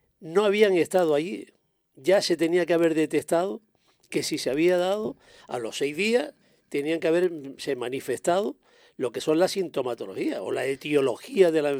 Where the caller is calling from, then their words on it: Canary Islands, Spain; los canarios somos inmorales.